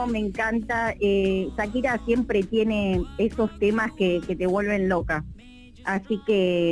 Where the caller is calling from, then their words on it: San Vicente, Buenos Aires Province, Argentina; Bien, de San Vicente, zona sur.